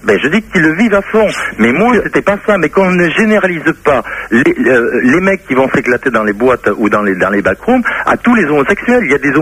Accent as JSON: {"language": "French", "town": "Mont-de-Marsan", "region": "Nouvelle-Aquitaine", "country": "France", "tie": "born there"}